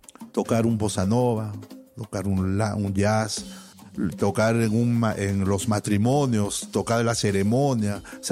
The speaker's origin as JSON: {"language": "Spanish", "region": "Lima", "country": "Peru", "tie": "born or raised there", "said": "Yo nací acá en Lima."}